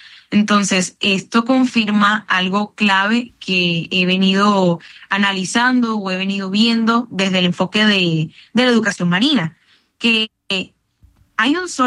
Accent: Barranquilla, Atlántico, Colombia; Yo, evidentemente, soy barranquillera. Yo crecí entendiendo que el Caribe no es simplemente un paisaje

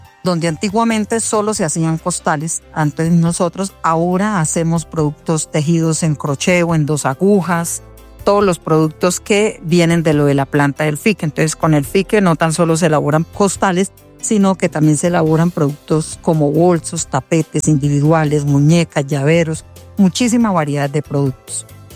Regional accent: Curití, Santander, Colombia; soy del municipio de Curití

